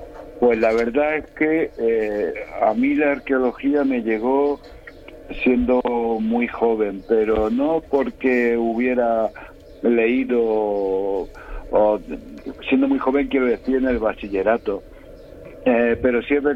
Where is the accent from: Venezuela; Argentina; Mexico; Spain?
Spain; Melilla; yo soy una ciudad de Melilla que está junto a un medio volcánico que es el paralelo del vulcanismo de Cabo de Gata